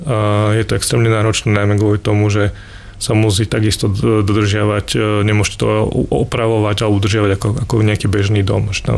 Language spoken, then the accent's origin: Slovak; Banská Štiavnica, Banská Bystrica Region, Slovakia; Ja som z Banskej Štiavnice, takže asi to zažívam každoročne